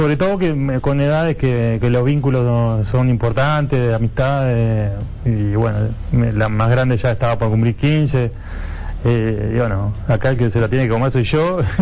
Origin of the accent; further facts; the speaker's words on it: Uruguay; moved away as an adult; nosotros en el fútbol uruguayo crecemos que te tenés que ir